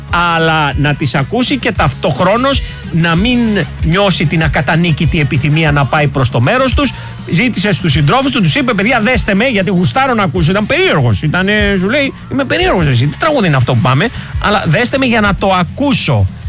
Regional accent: Greece; αγοράζουμε ως Έλληνες

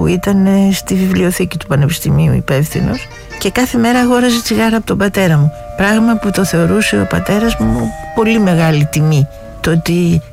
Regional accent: Athens, Attica, Greece; Αλλά γεννήθηκα στην Αθήνα και περπάτησα πάρα πολύ και ως μικρό παιδί με τον πατέρα μου στο κέντρο.

